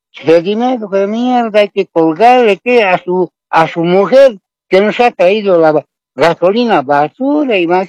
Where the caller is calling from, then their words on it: Punata, Cochabamba, Bolivia; yo hablo de aquí, del Valle Alto, de Punata.